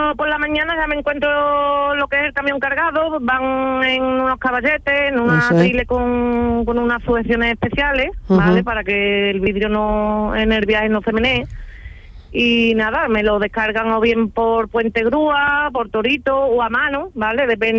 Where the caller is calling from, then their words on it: Morón de la Frontera, Andalusia, Spain; Yo soy moronera, pero vivo en Coripe.